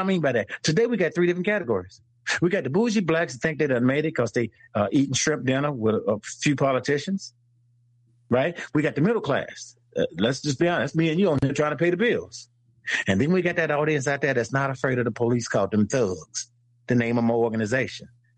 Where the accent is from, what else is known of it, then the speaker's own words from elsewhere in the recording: Charlotte, North Carolina, United States; I'm like, I don't know nothing about Mississippi. I'm from Charlotte. But once I got there, that fear left me.